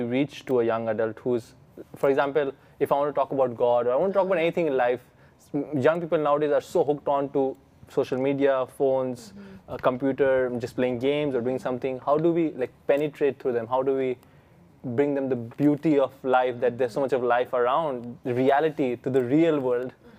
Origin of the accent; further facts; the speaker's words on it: India; I'm Indian